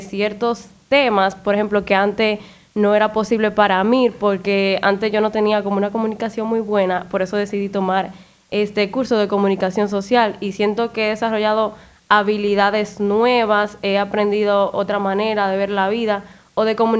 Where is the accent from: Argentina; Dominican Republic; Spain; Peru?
Dominican Republic; todo lo que nos identifica como dominicanos